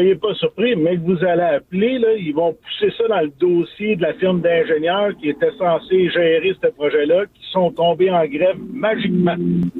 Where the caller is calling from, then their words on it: Deux-Montagnes, Quebec, Canada; Moi, j'habite à Deux-Montagnes. Je vais travailler en bordure de la 13, en face du Mécocentre Sainte-Dorothée.